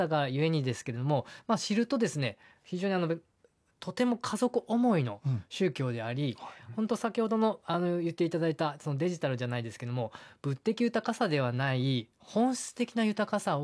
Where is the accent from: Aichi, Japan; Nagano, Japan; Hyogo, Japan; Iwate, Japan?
Nagano, Japan; Okaya; 私の故郷岡谷市はかつて日本の4分の1のシルクを紡ぐ大生産地であり